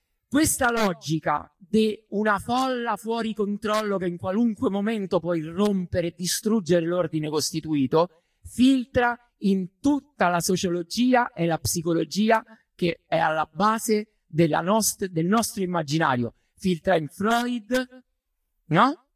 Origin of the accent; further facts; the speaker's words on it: Rome, Lazio, Italy; Scusate, sono da Roma.